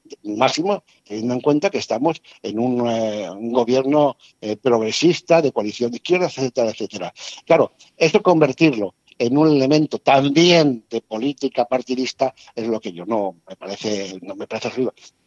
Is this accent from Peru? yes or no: no; Spain; Somos el país de Europa con mayor índice de paro juvenil.